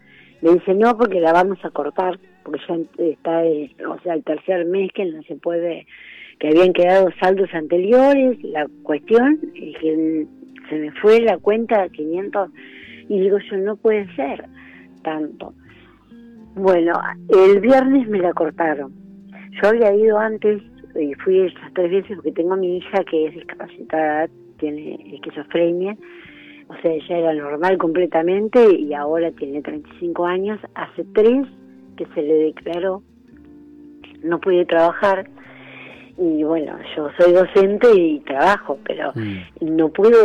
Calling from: San Miguel, Buenos Aires Province, Argentina; yo soy de San Miguel.

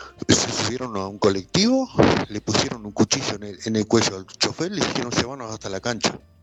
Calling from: Uruguay; te hablo como tú, uruguayo

